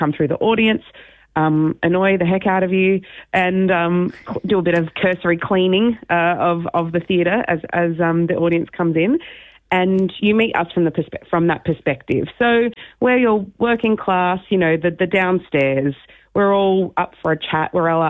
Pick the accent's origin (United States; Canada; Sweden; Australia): Australia; Geelong, Victoria; moved away as an adult; also born or lived in Melbourne; now in Brisbane, Australia; I'm originally from Geelong and lived in Melbourne for a long time, but I actually live in Brisbane now.